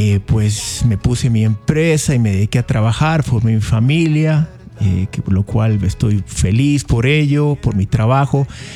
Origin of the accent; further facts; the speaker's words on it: Salinas, Santa Elena, Ecuador; moved away as an adult; also born or lived in United States; now in Cuenca, Ecuador; Yo soy hijo de padres cuencanos. Bien cuencano más que el monte, pero yo crecí en la playa, en Salinas. Entonces, y me fui a los Estados Unidos del 90 hasta el 2000, prácticamente cerrando números. Estuve 10 años por allá. Entonces, por eso tengo este acento.